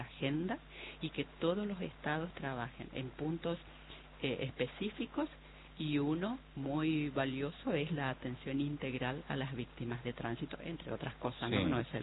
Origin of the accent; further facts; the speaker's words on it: Chaco, Argentina; orgullosamente como chaqueños